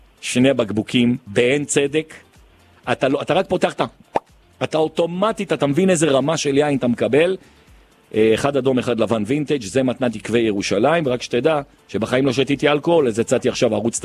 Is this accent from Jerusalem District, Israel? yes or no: yes; Jerusalem, Jerusalem District, Israel; כשהייתי ילד, הייתי גר ברחוב הנביאים, זה בסמוך למאה שערים